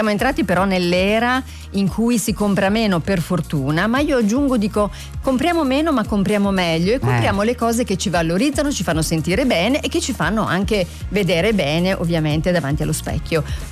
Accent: Emilia-Romagna, Italy; siamo emiliano-romagnole, quindi veniamo da una terra sanguigna.

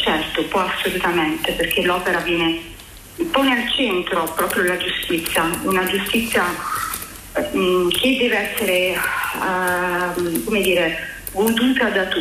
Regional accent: Naples, Campania, Italy; Io sono di Napoli

